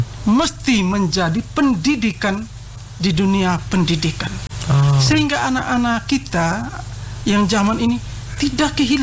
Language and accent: Indonesian; East Nusa Tenggara, Indonesia; Tapi kita mencintai budaya kita sehingga kita mempunyai jati diri kita sebagai orang Ende Lio.